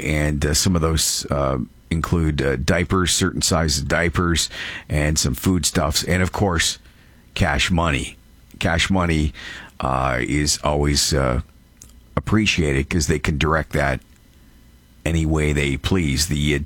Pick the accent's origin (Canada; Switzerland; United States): Canada; I'm a Canadian too